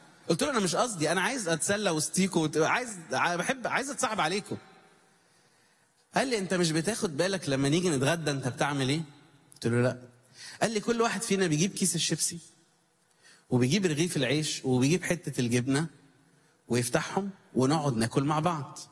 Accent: Cairo, Cairo Governorate, Egypt; وانا جاي من القاهرة.

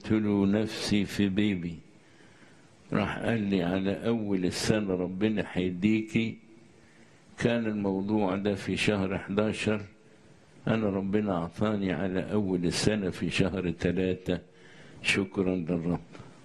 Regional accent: Beni Suef Governorate, Egypt; أنا بنت الرب من بني سويف، عايزة أحكي على معجزتي

